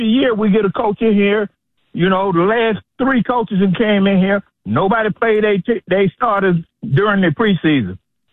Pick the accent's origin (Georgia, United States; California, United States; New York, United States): Georgia, United States; Atlanta; I'm a lifelong Falcon, born and raised in Atlanta off Stewart Avenue.